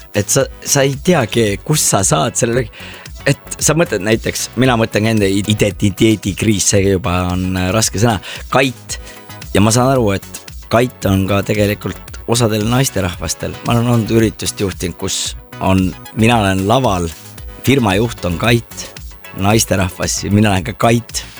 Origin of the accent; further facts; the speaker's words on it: Võru, Võru County, Estonia; moved away; ma olen Võrust pärit, ma vabandan, et pole jõudnud, pole poolteist aastat Võrus käinud isegi.